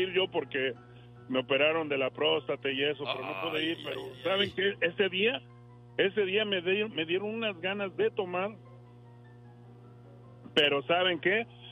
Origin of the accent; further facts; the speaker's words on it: Morelia, Michoacán, Mexico; yo era un borracho allá en Morelia, de donde yo soy de Morelia